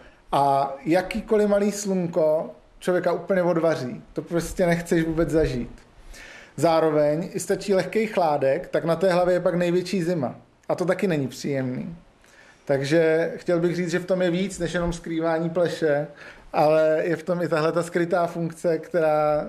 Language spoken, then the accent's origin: Czech; South Moravian Region, Czechia; No, já jsem vlastně z Moravy jižní, no, tak je to součást nějakého mýho jako toho, no.